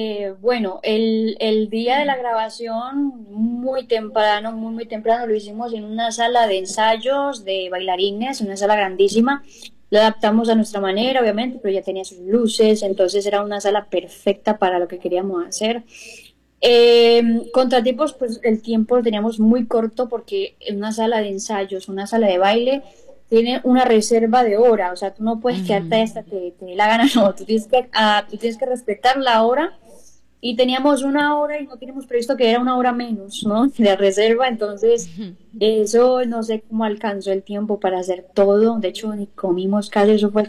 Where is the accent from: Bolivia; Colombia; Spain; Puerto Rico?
Colombia; a todo mi pueblo colombiano, a Colombia